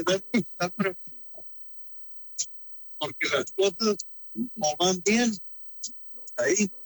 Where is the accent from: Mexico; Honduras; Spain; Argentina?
Mexico; Y todos como mexicanos, vamos todos a encontrar el camino de cómo recibir lo que se ocupa de México.